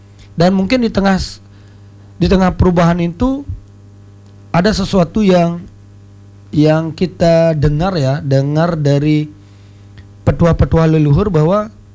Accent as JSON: {"language": "Indonesian", "region": "Bali", "country": "Indonesia", "said": "cuma kita tetap harus ingat dengan jati diri kita sebagai orang Bali."}